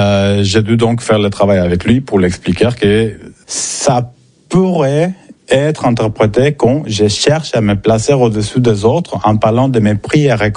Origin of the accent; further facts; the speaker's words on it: Mexico; Moi j'ai grandi au Mexique, la façon dont on fait les CV, on n'est pas surpris quand on reçoit un CV de 2-3 pages